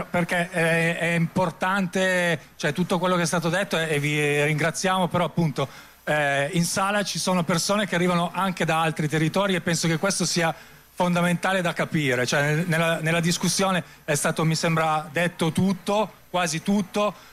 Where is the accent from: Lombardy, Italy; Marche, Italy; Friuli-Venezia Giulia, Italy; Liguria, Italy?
Lombardy, Italy; Abbiategrasso; Io vengo da Abbiategrasso, a sud-ovest di Milano